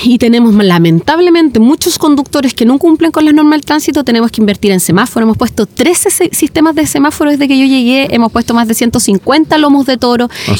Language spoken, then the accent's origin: Spanish; Valdivia, Los Ríos, Chile; A mí me frustra muchísimo como valdiviana y como chilena